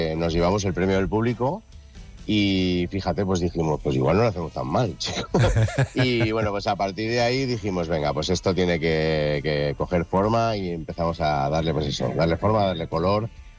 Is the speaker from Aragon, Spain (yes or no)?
yes; Aragon, Spain; somos de Aragón y la tierra tira mucho, macho.